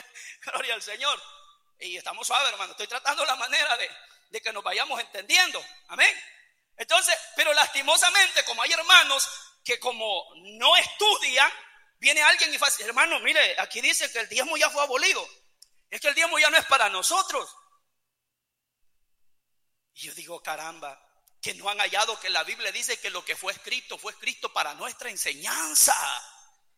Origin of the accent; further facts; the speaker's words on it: El Salvador; Nosotros nos distinguimos como salvadoreños